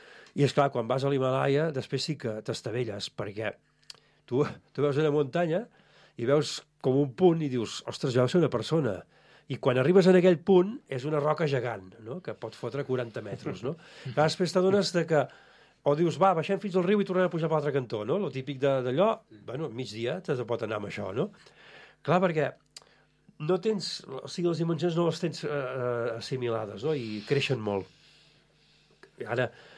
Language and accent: Catalan; Hostalets de Balenyà, Catalonia, Spain; es va fundar el centre excursionista del meu poble, d'Hostalets de Balenyà, l'any 84.